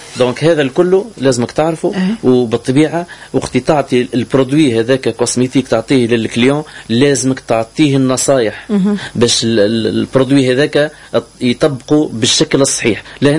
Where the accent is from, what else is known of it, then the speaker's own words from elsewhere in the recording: Medenine, Tunisia; انا جاي من ولايه مدنين صحيح، ولكن انا ولد تونس ونحب ننفع بلادي بالخبره اللي عندي.